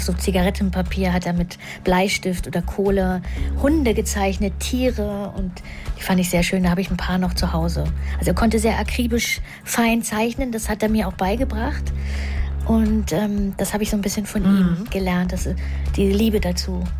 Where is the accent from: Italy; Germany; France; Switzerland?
Germany; Schönhausen, Saxony-Anhalt; born or raised there; also born or lived in Havelberg